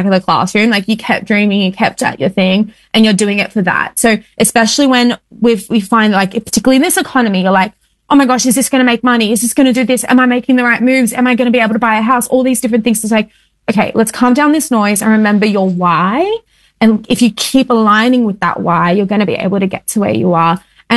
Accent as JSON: {"language": "English", "town": "Sydney", "region": "New South Wales", "country": "Australia"}